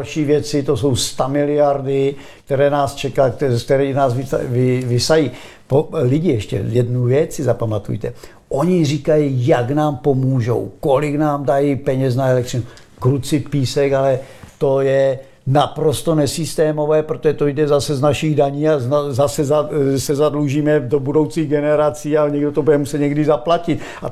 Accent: Moravia, Czechia; Ale u nás na Moravě se říká, že ten člověk je buď to navedený, nebo hloupý, nebo zaplacený.

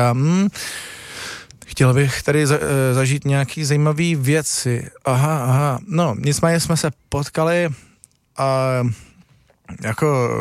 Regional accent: Bohemia, Czechia; No, no tak já řeknu ne. A oni, a odkud teda seš? No, tak jsem z Čech.

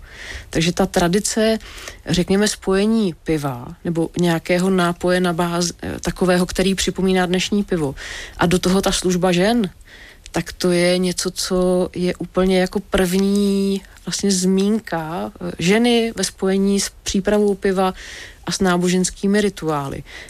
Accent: Nymburk, Central Bohemian Region, Czechia; born there; narodila jsem se v Nymburce

